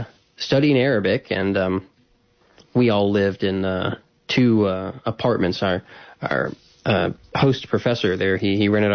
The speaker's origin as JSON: {"language": "English", "region": "Alabama", "country": "United States", "lives_now": "Mississippi, United States", "said": "I am not. I've been a few times. I love it there, but I am from Alabama originally. I live in Mississippi now."}